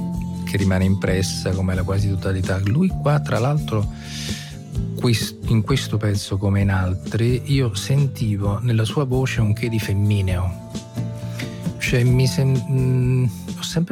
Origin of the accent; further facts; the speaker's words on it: Naples, Campania, Italy; born there; also born or lived in Salerno; now in Rome, Italy; come tutti noi campani, io sono napoletano di nascita, salernitano di adozione, vivo a Roma da tanti anni, però il mio modo di esprimermi è composto anche da dialetto